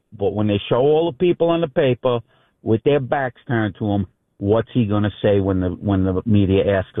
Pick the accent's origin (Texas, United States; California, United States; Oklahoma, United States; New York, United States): New York, United States; Queens; I grew up in Queens. A lot of friends that got killed.